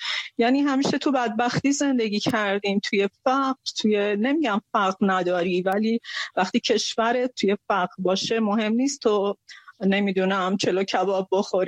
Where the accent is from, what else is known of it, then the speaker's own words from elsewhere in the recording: Khuzestan, Iran; با این حال که خودم خوزستانیم، خیلی از فامیلام تو خوزستانه